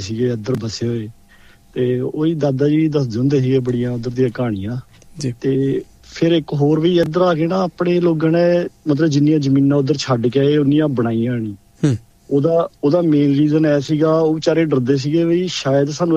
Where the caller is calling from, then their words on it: Sydney, New South Wales, Australia; Sydney ਤੋਂ।